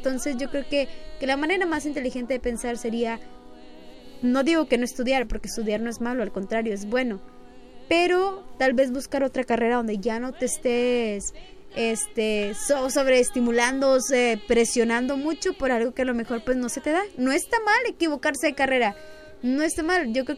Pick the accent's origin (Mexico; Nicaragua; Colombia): Mexico; Yo como mexicana